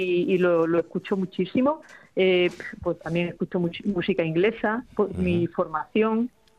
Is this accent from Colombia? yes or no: no; Extremadura, Spain; pese a que yo soy del Valle del Jerte, que … actuaba muchísimo por la zona